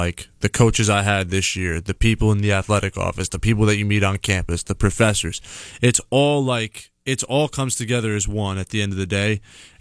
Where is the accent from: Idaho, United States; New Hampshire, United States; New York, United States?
New York, United States; Suffern; So you know, I'm from Suffern, New York.